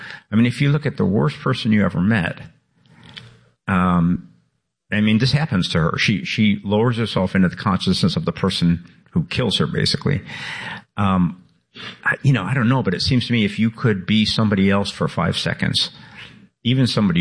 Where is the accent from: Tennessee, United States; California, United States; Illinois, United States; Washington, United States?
Illinois, United States; Chicago; I grew up in Chicago on the South Side, and there was a very, you know, a very male-centered time.